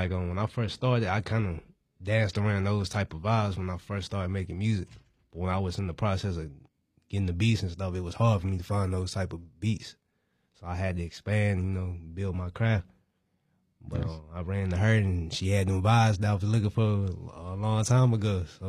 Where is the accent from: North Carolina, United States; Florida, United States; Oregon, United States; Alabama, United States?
North Carolina, United States; And I'm from Caswell, though. So I'm out in the country.